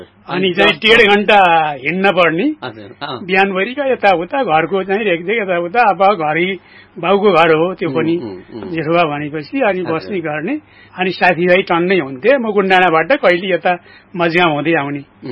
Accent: Tiram, Pyuthan District, Lumbini Province, Nepal; म प्युठान जिल्लाको सारिक तिराम गाविस वार्ड नम्बर 2 तल्लो तिराम भन्ने ठाउँमा 2020 साल असार 5 गते बुधबारको दिन जन्म भएको।

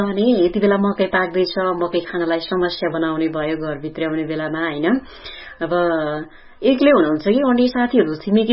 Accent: Sindhuli, Bagmati, Nepal; म सिन्धुलीकी मान्छे त हो

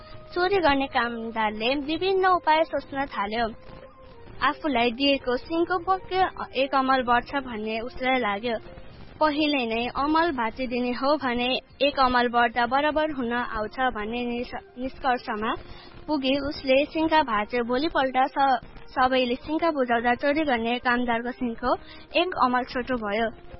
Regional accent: Belchautara, Gandaki Province, Nepal; मेरो घर बेलचौतारा।

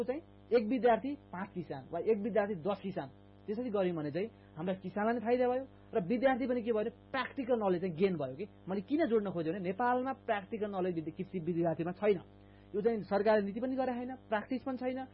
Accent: Karnali Province, Nepal; म एउटा कृषि पढेको छु मेरो घर कर्णाली हो

